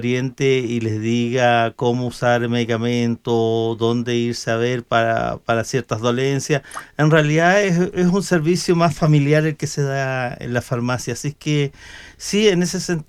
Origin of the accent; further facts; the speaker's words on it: Panguipulli, Los Ríos, Chile; somos de Panguipulli, hemos vivido toda la vida acá